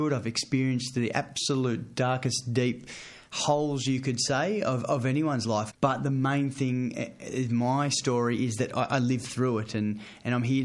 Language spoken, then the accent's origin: English; Killarney Heights, New South Wales, Australia; I'm a kid from the Northern Beaches. I grew up in Killarney Heights, and cricket was just my passion.